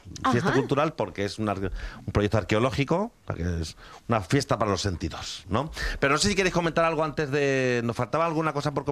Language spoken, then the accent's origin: Spanish; Extremadura, Spain; Es un poco la mejor representación de lo que somos los extremeños, ¿no? Aquí en el suroeste.